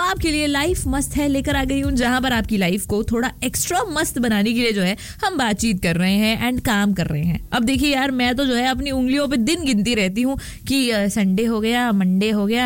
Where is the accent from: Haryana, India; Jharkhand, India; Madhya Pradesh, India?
Madhya Pradesh, India; Bhopal; जैसे कि आपको पता है कि मैं भोपाल से हूँ